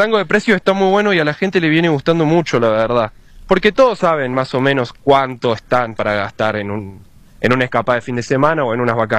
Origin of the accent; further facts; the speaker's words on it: Santa Rosa de Calamuchita, Córdoba, Argentina; Por ejemplo, nosotros somos de Santa Rosa, tenemos cabañas acá